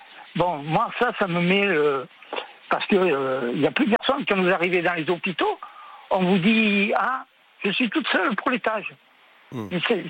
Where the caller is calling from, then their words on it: Toulon, Provence-Alpes-Côte d'Azur, France; je suis à Toulon.